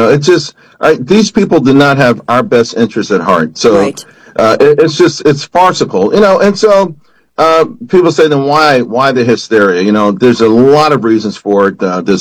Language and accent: English; United States; we don't have a voice in this as American citizens